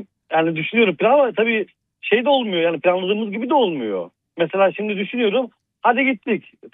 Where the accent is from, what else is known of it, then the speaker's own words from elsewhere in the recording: Istanbul, Turkey; İstanbul'da doğduk, büyüdük, yetiştik